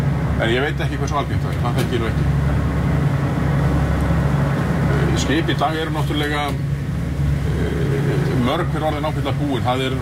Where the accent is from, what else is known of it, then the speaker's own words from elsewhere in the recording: Grindavík, Southern Peninsula, Iceland; Ég kem úr Grindavík hérna, og býð þar